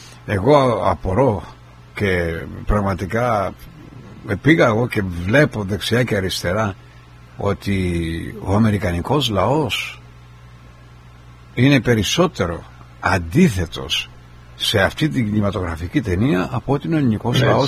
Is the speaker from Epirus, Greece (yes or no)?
no; Kefalonia, Ionian Islands, Greece; Εγώ είμαι κεφαλονίζης